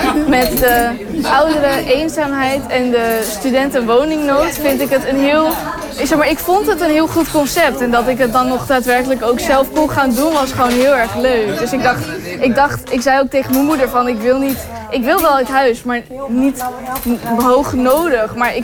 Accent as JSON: {"language": "Dutch", "region": "Friesland", "country": "Netherlands", "tie": "born there", "moved": "as an adult", "lives_now": "Hoogkerk, Netherlands", "said": "Ik ben geboren in Friesland. En ik woon nu hier in Hoogkerk. Ik ben 19 jaar oud."}